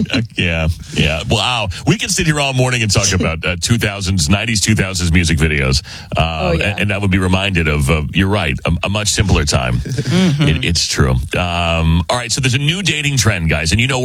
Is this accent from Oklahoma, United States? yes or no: no; Arizona, United States; Oh, yeah. Well, I mean, it's my home state, so I recognize the red rocks.